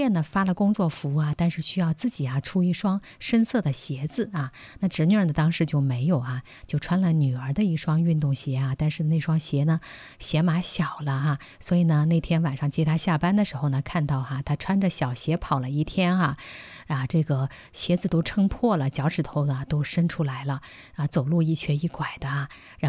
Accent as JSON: {"language": "Chinese", "country": "China"}